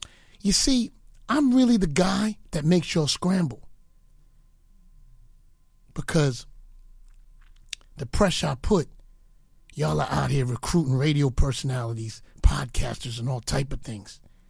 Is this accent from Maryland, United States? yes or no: no; New York, United States; I'm from New York, bro.